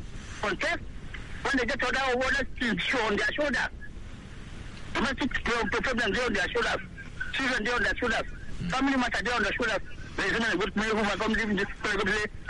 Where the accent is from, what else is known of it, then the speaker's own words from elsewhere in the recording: Tunisia; English is a second language; I come from Tunisia.